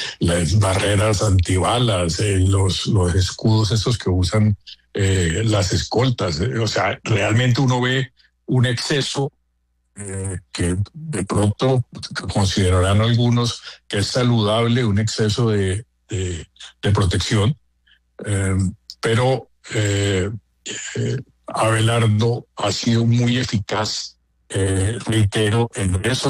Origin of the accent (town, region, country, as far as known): Colombia